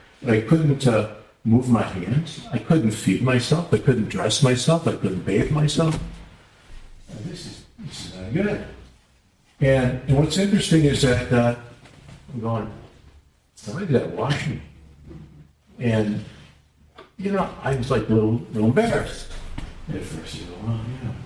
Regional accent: Detroit, Michigan, United States; I grew up in Detroit.

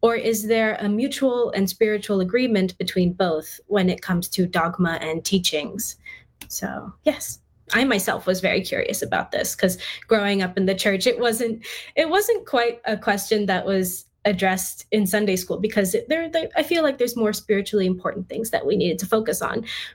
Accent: Nassau, New Providence, Bahamas; especially in Nassau. You'd have to fly in to visit us.

